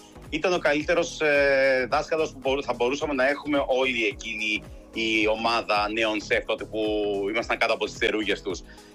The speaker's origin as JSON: {"language": "Greek", "town": "Xanthi", "region": "Eastern Macedonia and Thrace", "country": "Greece", "moved": "yes", "said": "χαρούμενος πραγματικά που έρχομαι στον τόπο μου."}